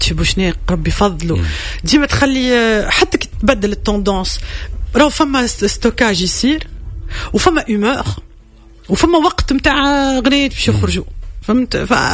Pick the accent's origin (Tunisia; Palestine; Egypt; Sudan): Tunisia; أنا مواطنة تونسية